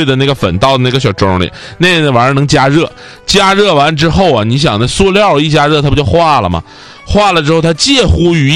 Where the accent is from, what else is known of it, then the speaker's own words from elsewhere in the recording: Northeast China, China; accent: Northeastern Mandarin; 我们东北话讲还有一个叫造害，